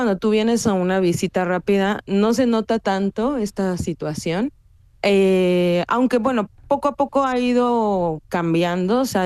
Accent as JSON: {"language": "Spanish", "country": "Mexico", "moved": "as an adult", "lives_now": "Madrid, Spain", "said": "lo conformamos distintas personas que somos de México, que estamos viviendo en Madrid."}